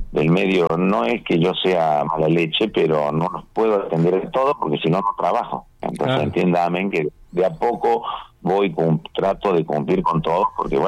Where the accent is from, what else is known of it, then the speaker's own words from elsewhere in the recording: Córdoba, Argentina; born there; Sí, yo nací en Córdoba Capital.